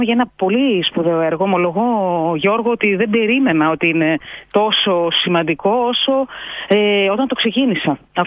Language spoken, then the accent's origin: Greek; Greece; μόνο την ακούμε σαν Έλληνες.